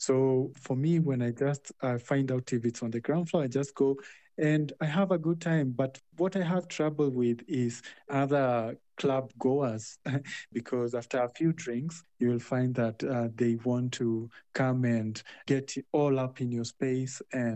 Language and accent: English; Nakuru, Nakuru County, Kenya; born or raised there